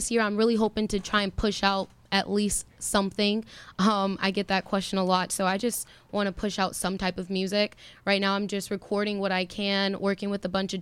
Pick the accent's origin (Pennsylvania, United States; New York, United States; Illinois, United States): Illinois, United States; moved away as an adult; now in Racine, United States; So I'm actually from Illinois. I just moved out here to Wisconsin. Nice. In Racine about 2 years ago.